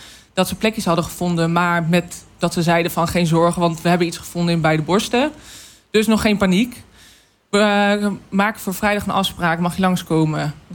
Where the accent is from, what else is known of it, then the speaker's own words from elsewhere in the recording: Deventer, Overijssel, Netherlands; born there; Ik ben geboren in Deventer. Ah, op de Worp.